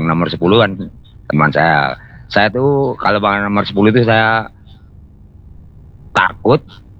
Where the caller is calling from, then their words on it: Tasikmadu, Central Java, Indonesia; Demikian cerita saya dari Tasikmadu, Mas.